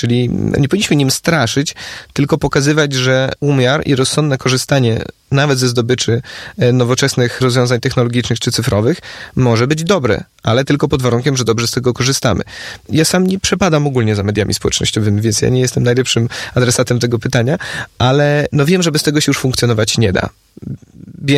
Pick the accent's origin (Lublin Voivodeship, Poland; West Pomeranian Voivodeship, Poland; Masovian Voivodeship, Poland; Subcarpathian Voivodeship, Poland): Masovian Voivodeship, Poland; Warsaw; Ja jestem z Warszawy